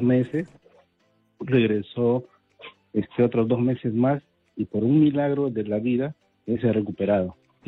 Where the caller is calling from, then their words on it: Lima, Peru; Desde San Juan del Urigancho.